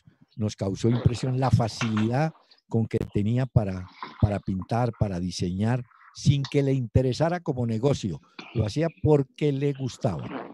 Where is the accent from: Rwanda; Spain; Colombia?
Colombia; Cali, Valle del Cauca; born there; Mire, no, mis padres sí eran de Montenegro. Yo nací en Cali porque ellos se fueron a vivir muy, muy pronto a Cali.